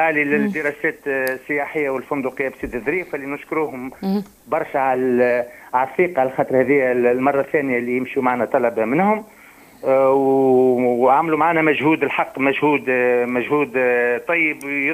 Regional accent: Tunisia; كما نقولوا احنا بالتونسي

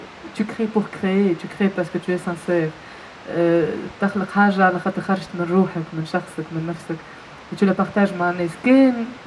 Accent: Tunisia; first language Tunisian Arabic; وأنا كتونسية

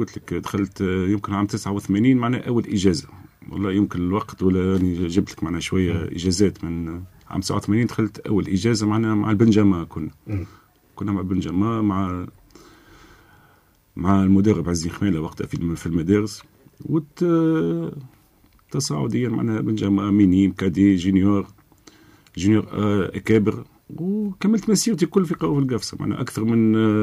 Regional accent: Gafsa, Gafsa Governorate, Tunisia; كانت مدرسة حي النور زاد في قفصة

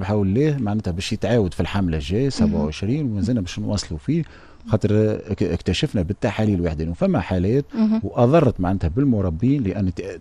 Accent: Tunisia; عندنا في تونس

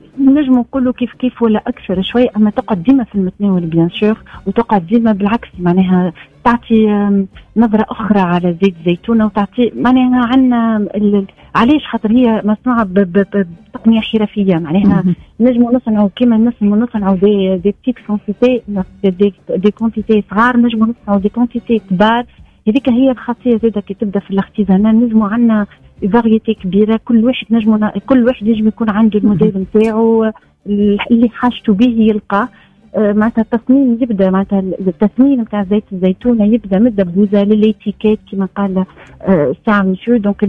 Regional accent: Tunisia

